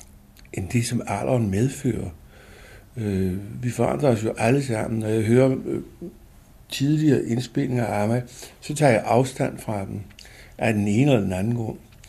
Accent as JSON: {"language": "Danish", "town": "Copenhagen", "region": "Capital Region of Denmark", "country": "Denmark", "said": "jeg er så meget københavner med K, at jeg kan ikke leve andet sted end i København."}